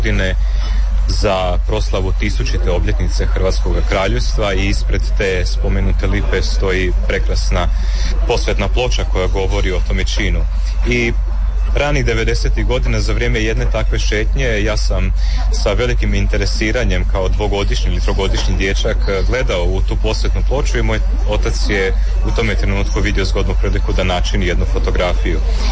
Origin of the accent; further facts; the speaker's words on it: Osijek, Osijek-Baranja County, Croatia; moved away; dobrodošlicu u moj rodni grad. Vrlo je, rekao bih, znakovito i to što smo se našli u gradu Osijeku